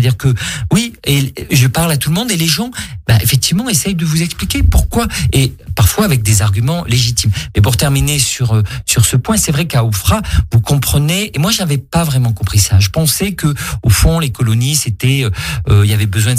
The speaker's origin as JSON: {"language": "French", "country": "France", "said": "Oui, parce que je suis français aussi."}